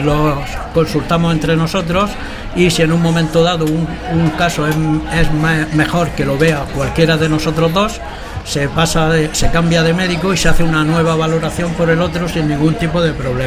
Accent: Alhama de Murcia, Region of Murcia, Spain; now in Lorca, Spain; en Alhama de Murcia, que es mi pueblo

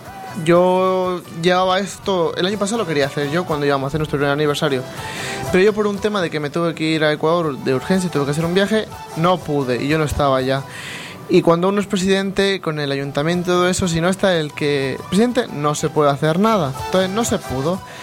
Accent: Totana, Region of Murcia, Spain; en mi pueblo Totana en el que yo vivo

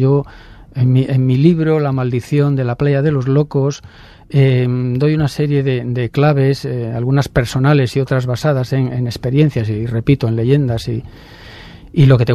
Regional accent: Torrelavega, Cantabria, Spain; Yo soy de Torrelavega.

